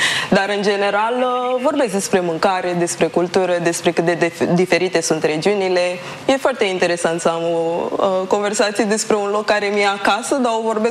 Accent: Romania; born there; România m-a format complet. Tot ce însemn eu acum, de la cum vorbesc, la cum reacționez, la ce mi-e dor când nu sunt acasă, e pentru mine în România.

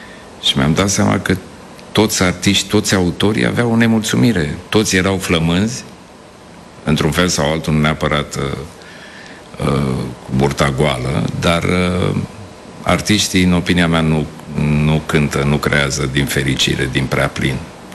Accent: Oltenia, Romania; accent: Oltenian; now in Bucharest, Romania; olteanul de la țară, de la care mergea cu vacile, cu oile.

